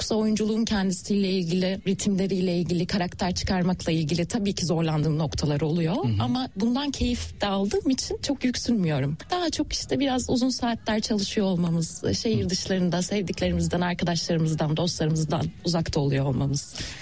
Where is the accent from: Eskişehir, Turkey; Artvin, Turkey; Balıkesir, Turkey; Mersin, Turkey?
Balıkesir, Turkey; Burhaniye; Ben Burhaniye'de doğdum. Balıkesir Burhaniye doğumluyum. Belki gidenlerin bilenleriniz vardır. Küçük bir sahil kasabası Burhaniye. Çok keyifli bir çocukluk geçirdim orada